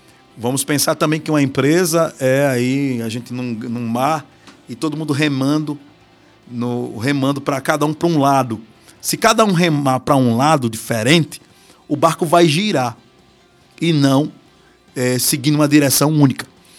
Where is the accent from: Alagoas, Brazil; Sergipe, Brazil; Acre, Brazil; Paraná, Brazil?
Sergipe, Brazil; Lagarto; born there; moved away; also born or lived in Aracaju; Logo quando a gente veio morar em Lagarto. Eu nasci em Lagarto, mas eu morava em Aracaju e voltei para cá.